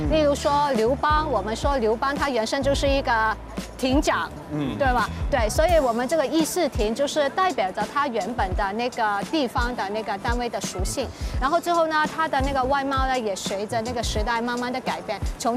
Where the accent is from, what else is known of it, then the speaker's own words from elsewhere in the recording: Macau; 所以呢，这些骑楼对于我们尤其是澳门人来讲，那个感觉就特别深。